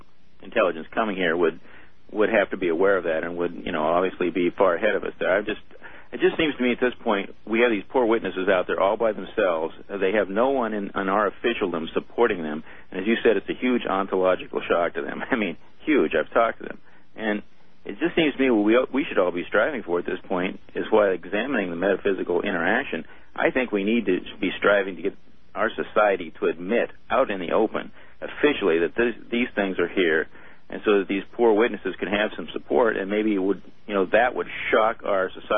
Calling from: Seattle, Washington, United States; I'm from the Seattle area.

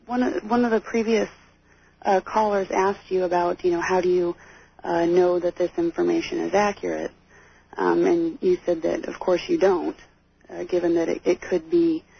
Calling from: Minneapolis, Minnesota, United States; I'm calling from the Minneapolis-St. Paul area.

